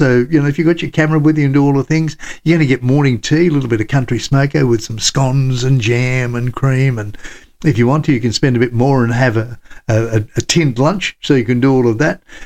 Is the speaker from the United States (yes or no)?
no; Australia